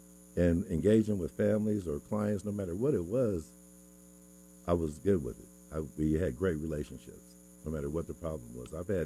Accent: Seattle, Washington, United States; now in Renton, United States; I'm not from the Renton. I'm not from anywhere. You know, I'm from Seattle.

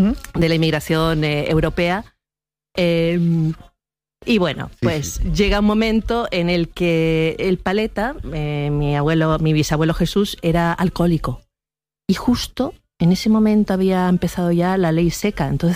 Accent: Chile; born there; Sí, bueno, yo nací en Chile, mi madre es chilena, hija de todas las mezcolanzas de ahí de Chile, ¿no? Y mi padre es español.

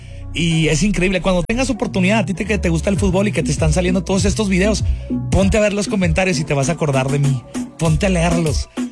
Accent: Mexico; ahí está la raza mexicana siendo mexicana y no somos todos.

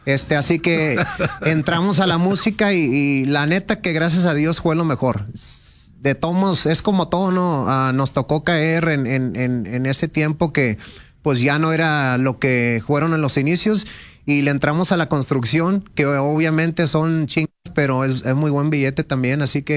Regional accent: Los Angeles, California, United States; born there; yo soy nacido en Los Ángeles y lo tradicional para mí era lo del hip hop, la música de inglés

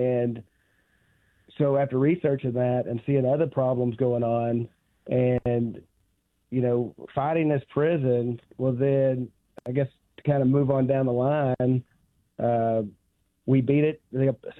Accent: Cecil, Arkansas, United States; I'm from Cecil, Arkansas. I'm sixth generation there to my community.

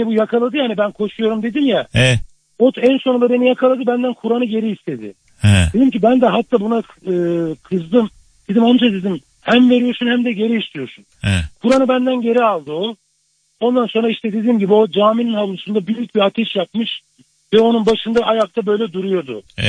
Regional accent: Ardahan Province, Turkey; Bu arada ben Ardahanlıyım. Sen Kars'ın hemşeriyiz yani, sıkıntı yok.

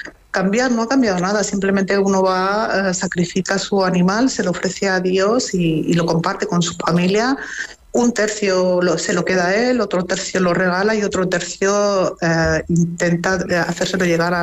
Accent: Mallorca, Balearic Islands, Spain; born there; yo soy española, sí. ¿No? Yo he nacido en Mallorca

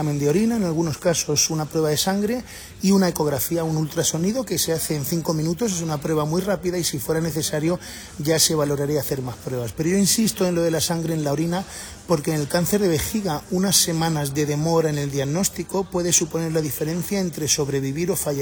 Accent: Spain; yo vengo de España

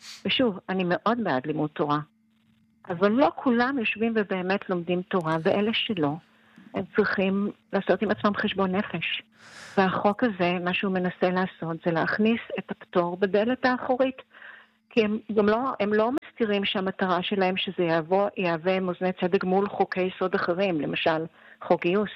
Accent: Bnei Brak, Tel Aviv District, Israel; אני גדלתי בבני ברק

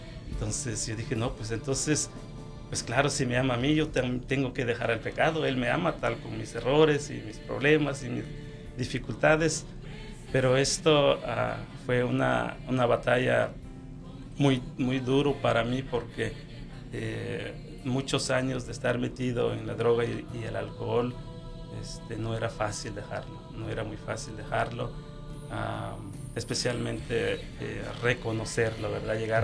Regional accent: Guatemala; moved away as an adult; Entonces, me vengo de salgo de Guatemala, llego en este país como todo sueño de todos, ¿verdad?

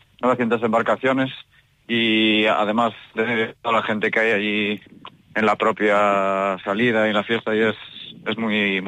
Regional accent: Pontevedra, Galicia, Spain; Sí, yo soy de Pontevedra.

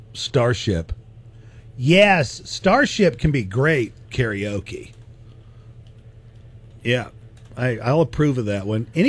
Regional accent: Ada, Oklahoma, United States; I grew up in Ada, Oklahoma. So WWLS was like my hometown radio station

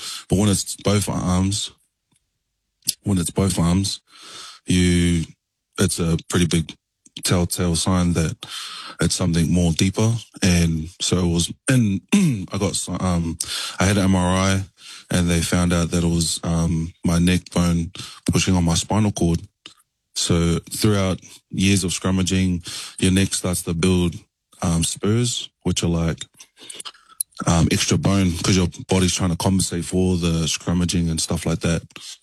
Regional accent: Sydney, New South Wales, Australia; also born or lived in Gisborne, New Zealand / Wellington, New Zealand; I was born in Gisborne. I moved to Wellington when I was about 3. Lived there for about 5 years. I was living in, I believe, Lower Hutt at the time. And then I moved over to Sydney and grew up there for about 10 years

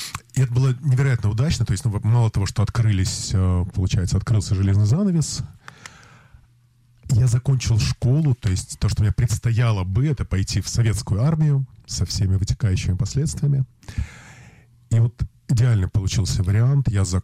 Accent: Minsk, Belarus; also born or lived in Babruysk; Бобруйск меня, собственно, отвезли, чтобы родить. Так как родители моих родителей жили там. Вот первый год я провел в Бобруйске, но дальше все мое детство прошло в Минске.

